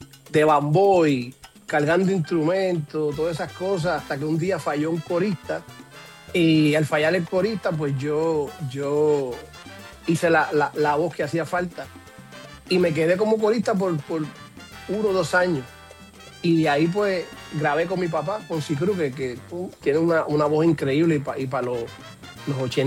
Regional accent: Naguabo, Puerto Rico; yo me crié con mis abuelos en Puerto Rico, en un campito bello, se llama Nahuabo. Cuando digo campo es porque es bien pueblo, bien humilde, súper gente buenísima.

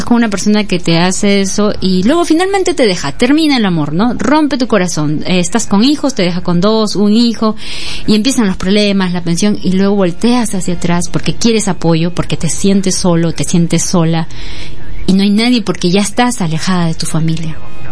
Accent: Peru; así somos los peruanos

